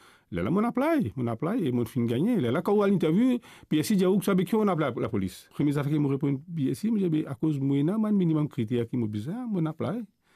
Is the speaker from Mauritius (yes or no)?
yes; Rodrigues, Mauritius; Dans Maurice, je vis dans le social beaucoup. Et quand je viens de Rodrigue, je me montre que je vis dans le social ici.